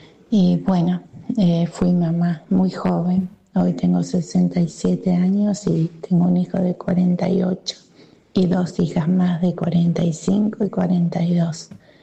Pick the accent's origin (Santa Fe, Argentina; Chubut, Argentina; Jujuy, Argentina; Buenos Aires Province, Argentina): Santa Fe, Argentina; Rosario